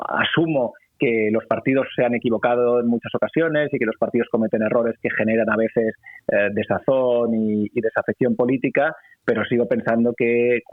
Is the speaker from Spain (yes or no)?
yes; Catalonia, Spain; Yo soy catalán